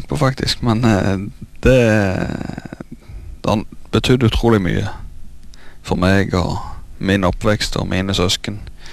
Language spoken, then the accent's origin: Norwegian; Veavågen, Rogaland, Norway; Født og oppvokst på Karmøy. Det er jeg. På Veavågen.